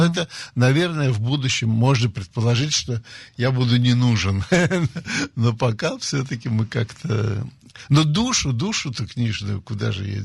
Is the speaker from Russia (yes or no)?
yes; Saint Petersburg, Russia; moved away; я мальчик питерский, занимался карате, прошел русскую армию советскую